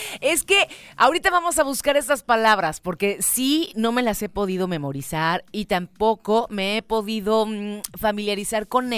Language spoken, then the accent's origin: Spanish; Mexico; Bueno, vamos a tema que la verdad a mí me dio muchísimo gusto como mexicanos.